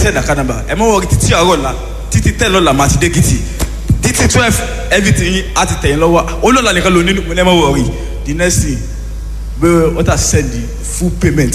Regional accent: Ado-Ekiti, Ekiti, Nigeria; mo wá láti ìlú Ekiti State nílùú Ado.

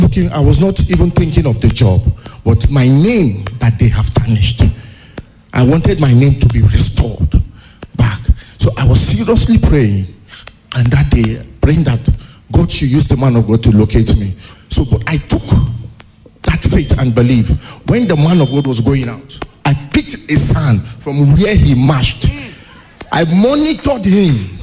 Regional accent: Cross River, Nigeria; now in Abuja, Nigeria; My name is … I am from Cross River State. I stay in Bega.

